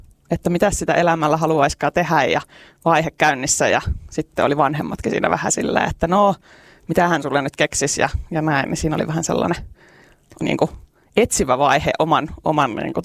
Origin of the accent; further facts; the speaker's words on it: Asikkala, Päijänne Tavastia, Finland; Mä oon siis Asikkalasta kotosin ja Lahdessa paljon pyörinyt